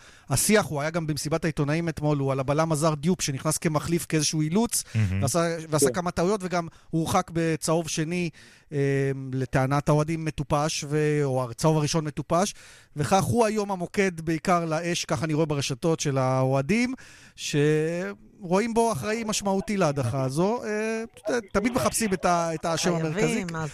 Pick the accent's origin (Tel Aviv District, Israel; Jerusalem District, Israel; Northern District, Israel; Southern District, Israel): Southern District, Israel; Beersheba; אני באר שבע מקור, גדלתי ביציא ועשר ביל.